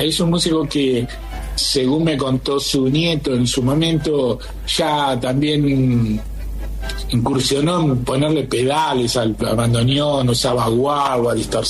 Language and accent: Spanish; Caseros, Buenos Aires Province, Argentina; era de Caseros, donde yo nací.